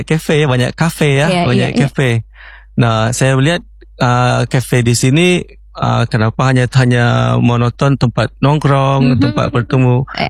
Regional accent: Riau Islands, Indonesia; saya masih melihat sebagai anak lokal, saya anak daerah.

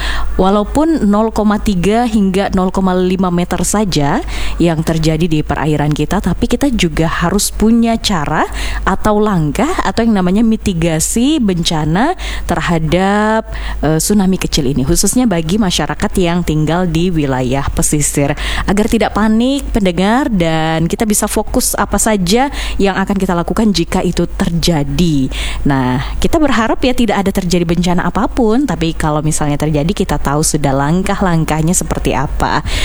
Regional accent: Kalimantan, Indonesia; untuk kita warga Kalimantan ya

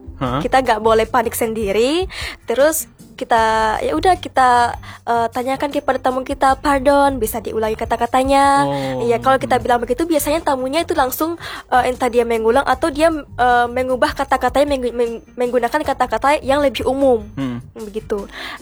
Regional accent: Wangi-Wangi, Southeast Sulawesi, Indonesia; I'm from Wakatobi in Wangi-Wangi Island, exactly.

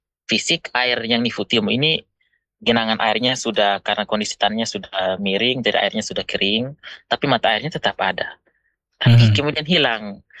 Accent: Amanuban, South Central Timor, East Nusa Tenggara, Indonesia; kami ini perlu untuk semua orang Amnuban tahu.

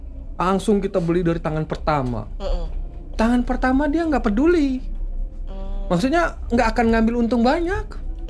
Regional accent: Lampung, Indonesia; Ini sebut-sebut di Lampung, saya dari Lampung.

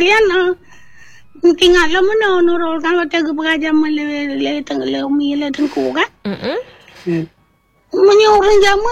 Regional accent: Aceh, Indonesia; ini aja udah alhamdulillah semua udah paham kita orang Aceh.

